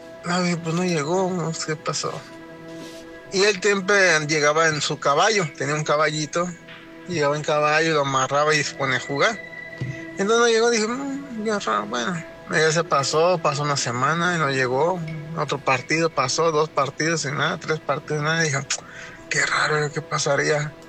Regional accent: San Luis Potosí, Mexico; now in Las Vegas, United States; yo creo que tenía como 10, 11 años. Yo vengo de... soy nativo de San Luis Potosí. Mi papá tenía su terreno donde vivíamos, tenía un terreno grande.

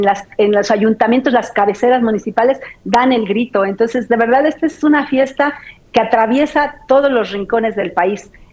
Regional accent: State of Mexico, Mexico; ahorita estoy en mi pueblo, es en un pueblo que se llama Japusco, en el Estado de México, que es muy cerca de las pirámides Teotihuacán

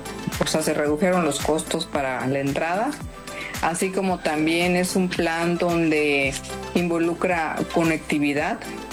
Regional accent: Mexico; que es muy importante para nosotros como mexicanos.

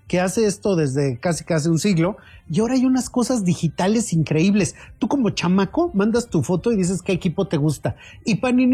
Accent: Mexico; Pues somos nosotros, porque somos los mexicanos que están allá.

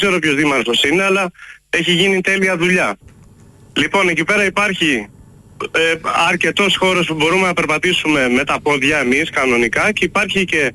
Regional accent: Athens, Attica, Greece; μεγάλωσα στο ψηδί, στο Θησίο, πρωτού γίνει πλακόστρωτο.

